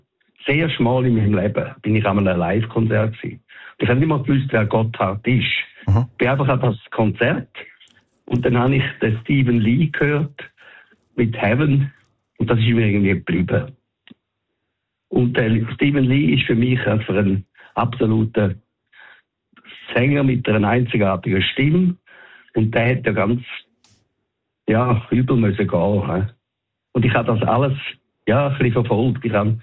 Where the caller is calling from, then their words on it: Winterthur, Zurich, Switzerland; Ich komme aus Winterthur